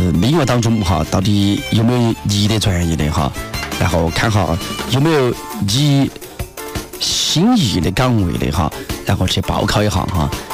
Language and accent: Chinese; Ya'an, Sichuan, China; 来到雅安，建设雅安，为我们家乡做出卓越的贡献